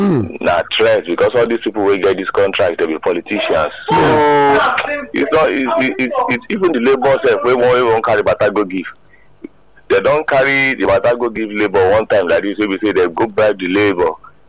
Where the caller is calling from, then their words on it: Agege, Lagos, Nigeria; I'm calling from Agege.